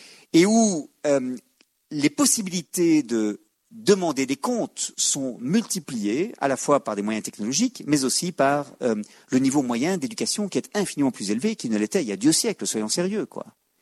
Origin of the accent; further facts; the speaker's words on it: Belgium; chez nous, en Belgique